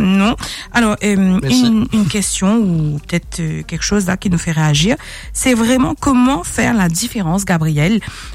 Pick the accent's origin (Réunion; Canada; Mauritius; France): Mauritius; Ouais, chez nous, à Maurice, en tout cas.